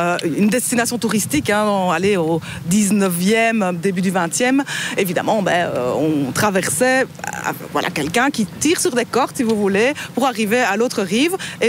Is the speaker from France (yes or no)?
no; Belgium; On est belge, on aime bien tout ça.